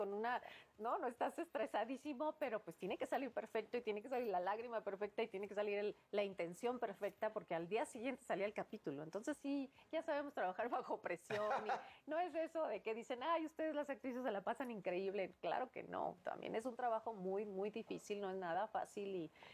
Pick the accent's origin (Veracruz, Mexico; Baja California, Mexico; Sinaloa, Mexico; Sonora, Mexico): Sinaloa, Mexico; Culiacán; Yo soy de Culiacán, vamos a conocer la Ciudad de México